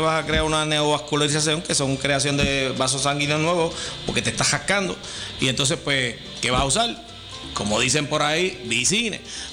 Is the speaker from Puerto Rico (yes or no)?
yes; Cabo Rojo, Puerto Rico; Yo soy criado y nacido en Cabo Rojo, es correcto.